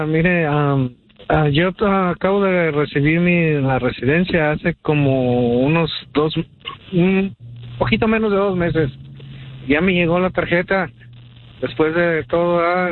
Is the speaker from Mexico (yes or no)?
yes; León, Guanajuato, Mexico; Yo soy de Guanajuato.